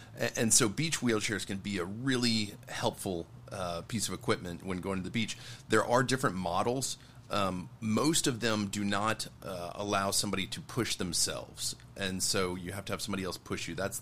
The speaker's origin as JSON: {"language": "English", "town": "Houston", "region": "Texas", "country": "United States", "tie": "born or raised there", "said": "In the U.S., my hometown, Houston, is actually great for wheelchairs because it is a driving town."}